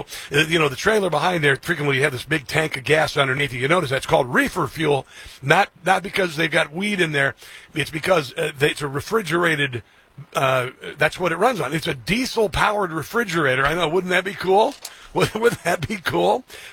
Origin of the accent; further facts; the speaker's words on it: Midwest, United States; I'm from the Midwest, the heartland.